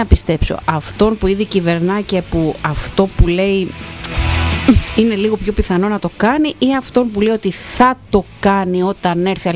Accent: Greece; Δύσκολο σαν Έλληνες.

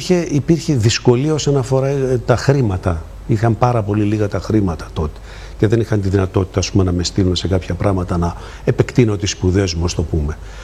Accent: Drama, Eastern Macedonia and Thrace, Greece; Εγώ μεγάλωσα στη Δράμα, γαλουχήθηκα στη Δράμα από μια πολύ φτωχή οικογένεια.

